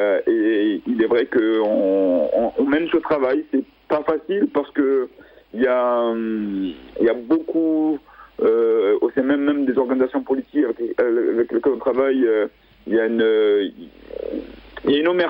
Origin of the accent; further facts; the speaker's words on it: Marseille, Provence-Alpes-Côte d'Azur, France; born there; also born or lived in Comoros; Donc moi je suis à Marseille depuis, je me considère comme étant un déraciné, enraciné, puisque moi j'étais déraciné à l'âge de 7 ans pour venir justement rejoindre mon père qui travaillait ici.